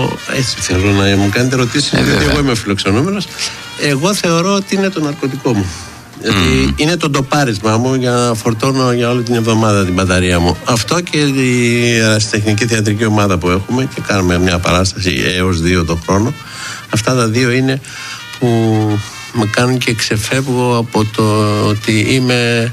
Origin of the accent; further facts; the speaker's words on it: Thessaloniki, Central Macedonia, Greece; Από τη Θεσσαλονίκη με τα πειρατικά. Εγώ είμαι Θεσσαλονικιός.